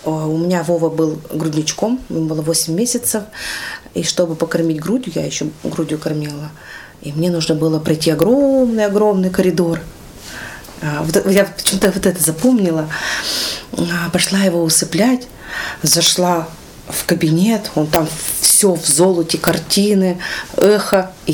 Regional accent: Krasnoufimsk, Sverdlovsk Oblast, Russia; moved away as an adult; now in Yekaterinburg, Russia; я родом из Красноуфимска.

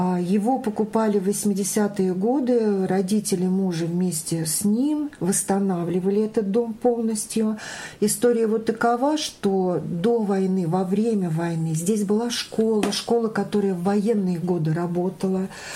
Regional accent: Naro-Fominsk district, Moscow Oblast, Russia; now in Ostashkov, Russia; Нет, я родилась в Подмосковье, на Рафаминский район. Я родилась в деревне, которая имеет... Вернее, выросла в деревне, которая имеет такое необычное название – Клова.

